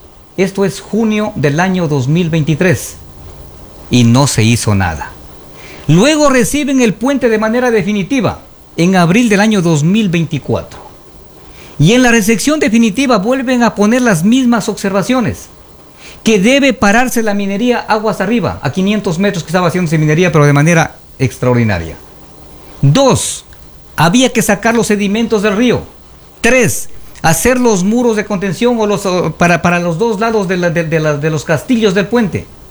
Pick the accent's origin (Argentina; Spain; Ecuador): Ecuador; Zumba, Zamora-Chinchipe; born there; moved away; Zumba, Chinchipe es mi tierra, ahí nací hace algunas décadas. Y yo amo a mi tierra, ahí está mi madre, está mi padre, está mi familia.